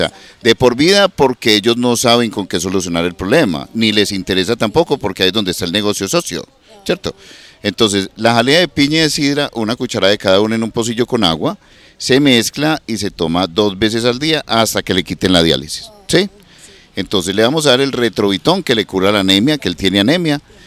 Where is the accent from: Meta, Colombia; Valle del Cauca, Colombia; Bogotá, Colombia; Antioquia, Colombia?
Antioquia, Colombia; Medellín; also born or lived in San Martín; ahí en la curva, eso se llama Chile con Darién, ahí me crié yo. Me crié porque yo nací propiamente en San Martín.